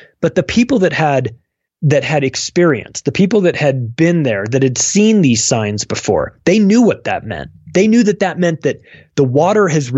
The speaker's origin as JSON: {"language": "English", "country": "United States", "said": "I'm an American. I love America."}